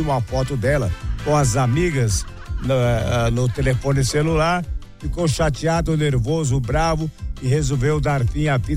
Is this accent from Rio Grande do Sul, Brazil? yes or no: no; Mato Grosso do Sul, Brazil; não gosto que me chamem ou que falem que eu sou de Mato Grosso. Eu sou de Mato Grosso do Sul.